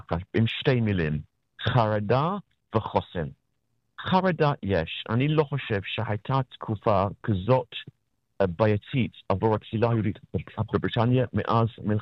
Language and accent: Hebrew; United Kingdom; אני בריטי, אולי אני צריך לתקן את עצמי ולד המון.